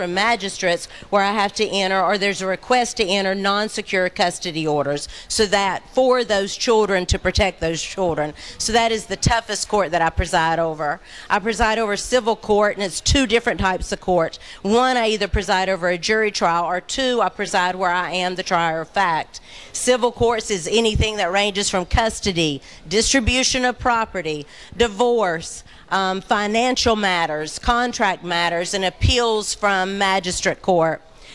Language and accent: English; Dobson, North Carolina, United States; I grew up in Dobson, went to Dobson Elementary, graduated Surrey Central High School.